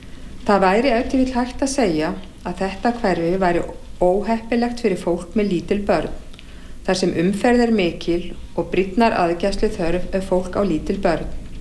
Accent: Reykjavík, Capital Region, Iceland; born or raised there

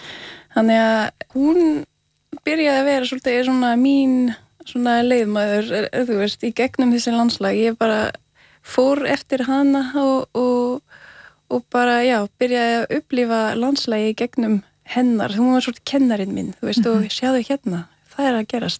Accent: southern France, France; Icelandic is a second language; now in Iceland; ég er frá Frakklandi, það er ekki mjög langt frá Belgju, en ég er frá Suður Frakklands, það er allt öðruvísi landslag.

